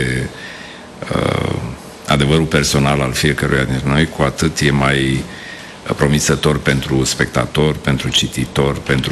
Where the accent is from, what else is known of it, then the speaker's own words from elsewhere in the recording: Oltenia, Romania; accent: Oltenian; now in Bucharest, Romania; olteanul de la țară, de la care mergea cu vacile, cu oile.